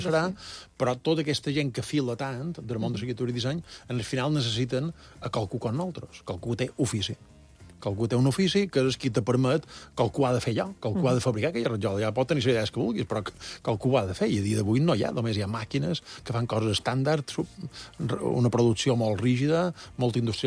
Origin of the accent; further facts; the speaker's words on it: Colònia de Sant Jordi, Balearic Islands, Spain; Sí, jo som de la Coloni, som de la Coloni, era de la Coloni, ara ja no sé exactament, no és el que era, però sí, la Coloni encara.